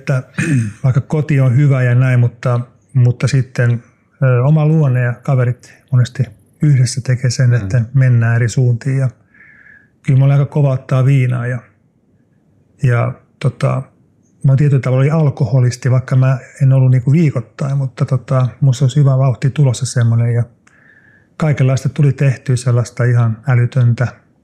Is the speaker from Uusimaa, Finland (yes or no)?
yes; Helsinki, Uusimaa, Finland; born there; Joo, mä oon syntynyt Helsingissä. Meidän perhe asui täällä Vallilassa, kun mä synnyin